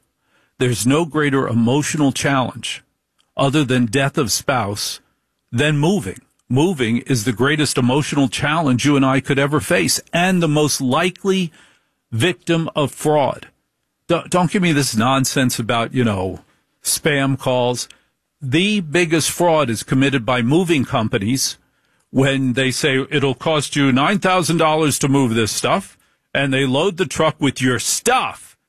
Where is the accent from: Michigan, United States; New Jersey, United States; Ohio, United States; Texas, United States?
New Jersey, United States; It's impossible to insult me because I'm a professional talk show host and I'm from New Jersey.